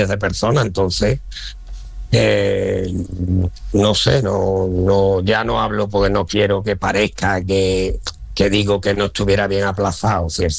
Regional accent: Seville, Andalusia, Spain; now in Ceuta, Spain; lo dice alguien que no ha nacido en Ceuta, ¿eh? Soy un sevillano, pero desde que llegué me di cuenta de muchas de las circunstancias que tiene que luchar Ceuta

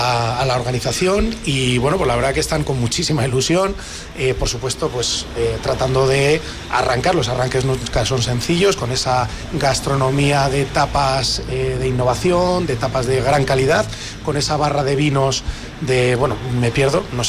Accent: Logroño, La Rioja, Spain; nosotros somos riojanos, nosotros, yo me he criado en Logroño, aunque mi familia viene de Badarán

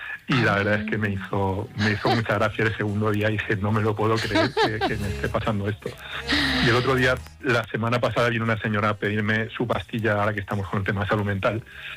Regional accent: Albacete, Castilla-La Mancha, Spain; moved away; yo soy de Albacete, no soy de Monera, pero soy de Albacete

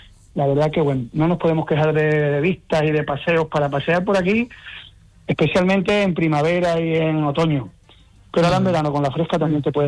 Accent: El Granado, Andalusia, Spain; soy yo muy patriótico de mi pueblo. Viví un tiempo fuera y mi obsesión era venir a vivir aquí

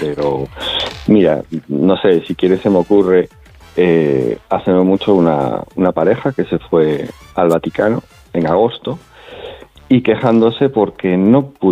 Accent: Galicia, Spain; No, yo soy gallego, tengo la típica sorna gallega de toda la vida

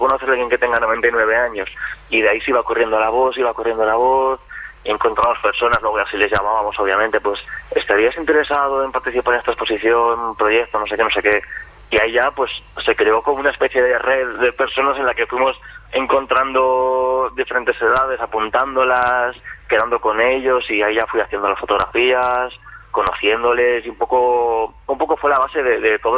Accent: El Burgo de Osma, Castile and León, Spain; mi pueblo, que es el Burgo de Osma.

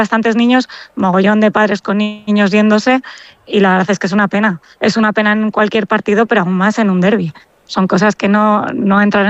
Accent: Valladolid, Castile and León, Spain; el anterior fin de semana yo soy de Valladolid y estuvimos en el José Zorrilla porque jugaba el Valladolid contra el Oviedo

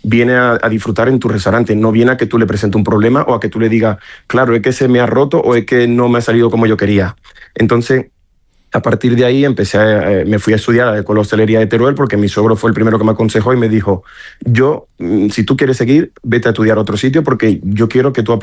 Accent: Dominican Republic; now in Spain; fue cuando hicimos el concurso de las migas del pastor en la Sierra de Albarracín, que yo me presenté como dominicano.

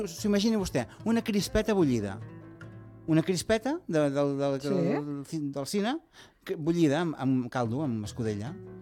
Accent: Gironella, Catalonia, Spain; que la gent ha de venir a tastar, si vol venir al meu poble, a Gironella, el dia 8 de desembre, per la Puríssima...

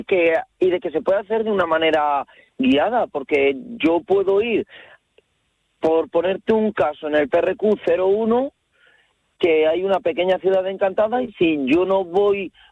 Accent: Cuenca province, Castilla-La Mancha, Spain

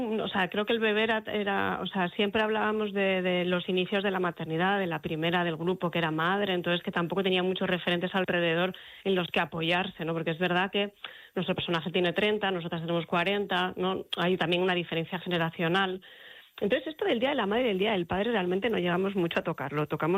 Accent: Gijón, Asturias, Spain; yo soy de provincia, yo soy de Gijón además, entonces había esta cosa de no digas nada en el colegio que te van a mirar distinto, ¿no?

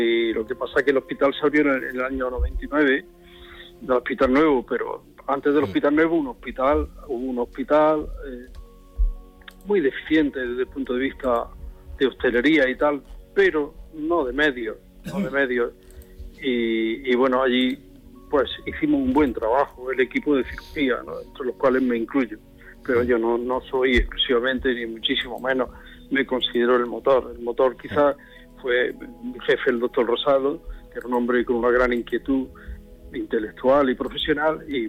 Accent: Vera, Andalusia, Spain

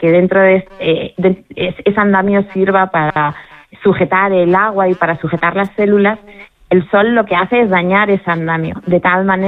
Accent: Spain; lo que pasa es que somos españoles, entonces la mañana pues empieza tarde para nosotros

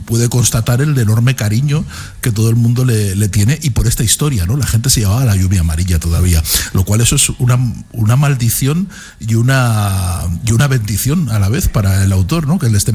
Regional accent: Aragon, Spain; also born or lived in Madrid; Como aragonés nacido en Madrid, claro, es lo que soy.

